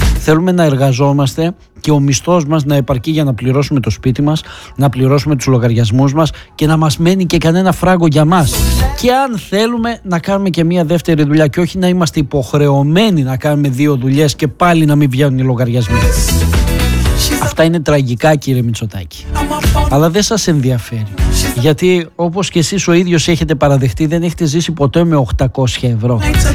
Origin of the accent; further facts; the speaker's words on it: Greece; Το ζητούμενο είναι να μην ζω εγώ σαν Έλληνας πολίτης ως επέτης.